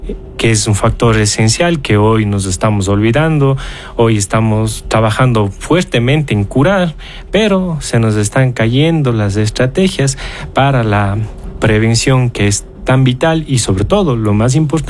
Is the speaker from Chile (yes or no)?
no; Azogues, Cañar, Ecuador; Yo soy de Azogues y hoy estoy en la querida ciudad hermana de Cuenca